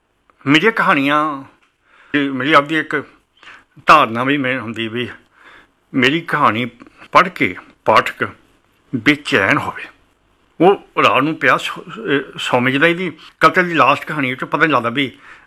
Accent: Punjab, India; ਅਤੇ ਸਾਡੇ ਪਿੰਡ ਤੋਂ 5 ਕਿਲੋਮੀਟਰ ਦੂਰ ਨਕੋਦਰ ਪੈਂਦਾ ਸੀ

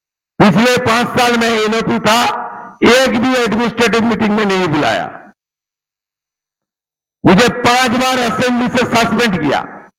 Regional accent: West Bengal, India; इसलिए आज जो खास करके मैं बंगाल से आती हूं, सॉन ऑफ द सॉयल हूं, ये बंगाल भारत में है

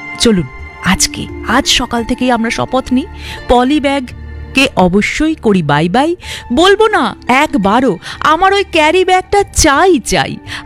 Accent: India; আমরা ভারতীয়

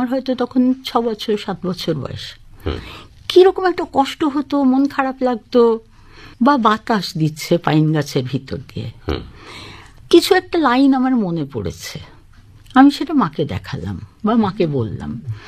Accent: Varanasi, Uttar Pradesh, India; কেননা আমাদের বাড়ি তো বেনারসে, মানে আমরা 5 প্রজন্ম ধরে বেনারসে থেকেছি

